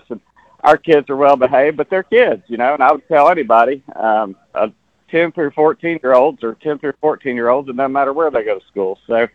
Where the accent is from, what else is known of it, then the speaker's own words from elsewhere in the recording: Little Rock, Arkansas, United States; I grew up in Little Rock going to private schools.